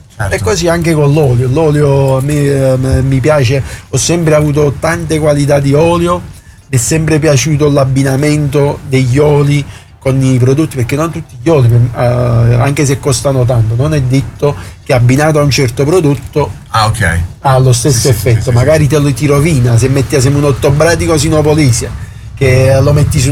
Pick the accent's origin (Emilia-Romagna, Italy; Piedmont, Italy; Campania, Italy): Campania, Italy; Naples; now in Calabria, Italy; io sono napoletano però mi sento calabrese, il mio cuore è reggino.